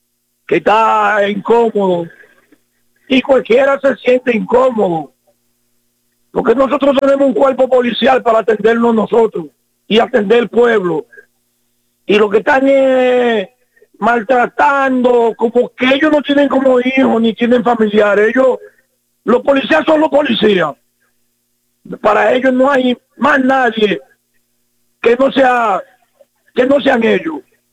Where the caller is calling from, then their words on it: Dominican Republic; nosotros somos dominicanos